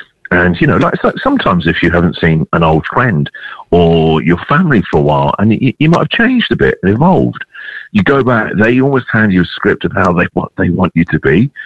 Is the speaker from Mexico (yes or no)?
no; England, United Kingdom; And obviously, I'm an English guy, the other side of the world.